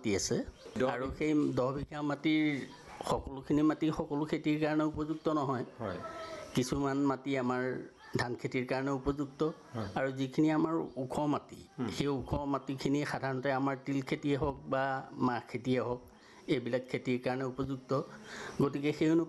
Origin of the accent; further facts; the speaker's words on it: Putani Kamar Gaon, Assam, India; মোৰ ঘৰ হৈছে পুতনি কমাৰ গাঁও।